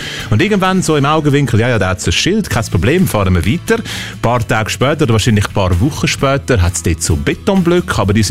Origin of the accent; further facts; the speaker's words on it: Zurich, Switzerland; Ich komme ja aus Zürich